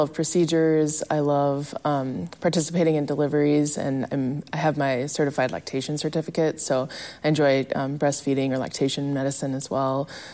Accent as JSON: {"language": "English", "town": "Gwinn", "region": "Michigan", "country": "United States", "moved": "yes", "said": "Yeah, I'm originally from Gwynn"}